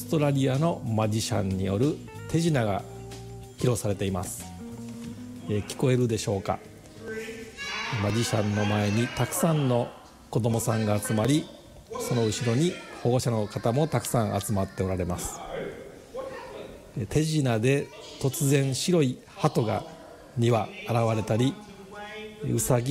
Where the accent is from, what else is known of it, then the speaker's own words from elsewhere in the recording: Kansai, Japan; now in Victoria, Canada; 私は関西人の出身なので